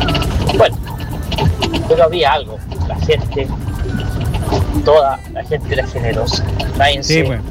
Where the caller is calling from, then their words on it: Bulnes, Ñuble, Chile; Buen día, Radio Cariñosa de acá de Bulnes, Alfredo.